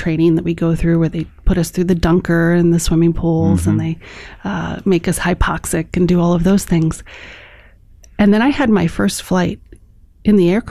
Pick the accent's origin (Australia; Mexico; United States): United States; Chicago, Illinois; born or raised there